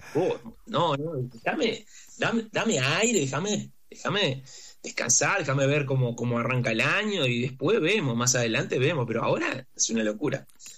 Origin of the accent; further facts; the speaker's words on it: Salto, Uruguay; moved away; Hay un carnaval en la ciudad de Salto, donde yo nací, que es muy conocido, o sea, es como bastante famoso